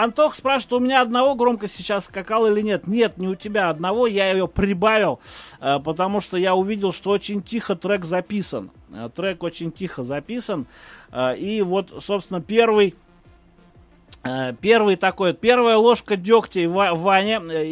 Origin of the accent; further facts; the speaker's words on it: Odesa, Odesa Oblast, Ukraine; а откуда ты? Я из Одессы. Да, все правильно.